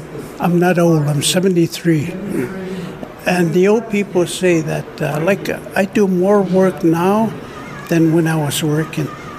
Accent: Alberta, Canada; And I'm from the Siksika Nation Reserve, formerly Blackfoot Reserve, and we're situated east of Calgary, about 60 kilometers.

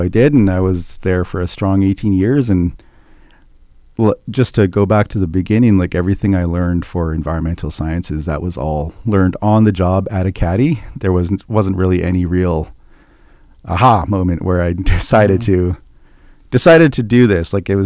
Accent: Yellowknife, Northwest Territories, Canada; also born or lived in Dettah; And yeah, I'm from Deda, and was born and raised here in Yellowknife.

